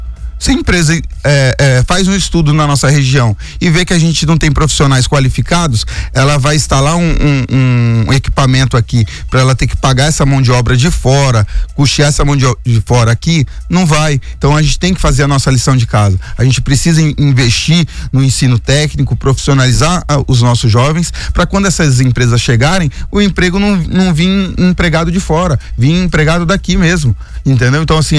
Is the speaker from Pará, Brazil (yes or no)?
no; São Sebastião, São Paulo, Brazil; Eu mesmo fui criado aqui em São Sebastião.